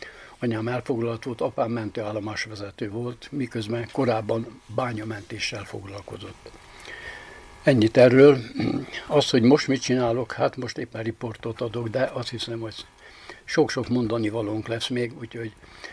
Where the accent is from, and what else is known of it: Baranya, Hungary; born or raised there